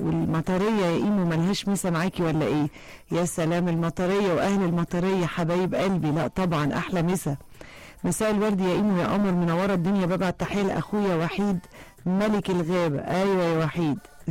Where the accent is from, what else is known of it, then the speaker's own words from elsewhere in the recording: Egypt; واحنا مصريين أهل كرم